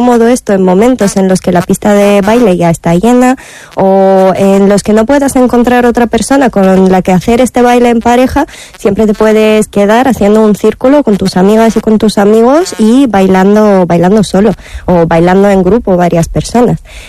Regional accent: Sofia, Sofia City, Bulgaria; moved away as an adult; also born or lived in Salamanca; now in Burgos, Spain; Yo empecé a bailar pues ya hace 10, 11 años en Sofía, en Bulgaria, que soy oriunda de ahí. Y luego me mudé de España, me mudé a Salamanca y conocí más amigas y amigos que bailan. Y hace 5 años me mudé a Burgos.

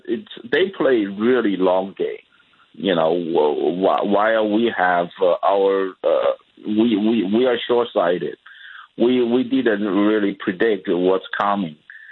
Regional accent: China; once they learn I'm Chinese from China

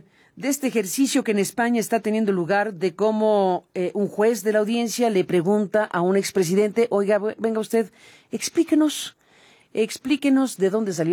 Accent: Mexico; para nosotros como mexicanos

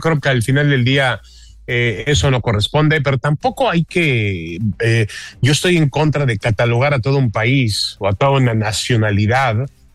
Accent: Mexico; A mí no me representa como mexicano

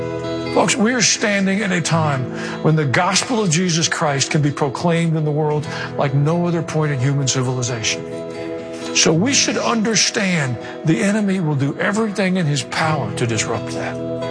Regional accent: the South, United States; accent: southern; People can sit anywhere on the planet, but they have access to a cell phone and hear me preach in my southern accent in their language.

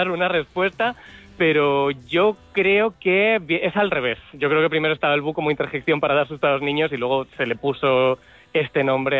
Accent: Toledo, Castilla-La Mancha, Spain; yo soy toledano de toda la vida, yo llevo casi toda mi vida haciendo música aquí

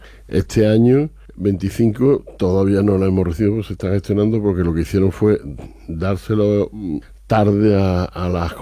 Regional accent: Huelva, Andalusia, Spain

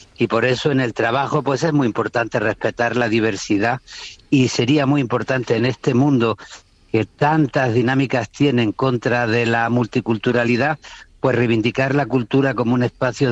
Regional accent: Granada, Andalusia, Spain

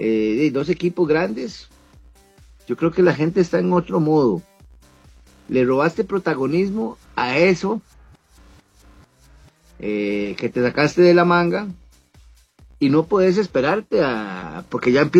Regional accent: Costa Rica

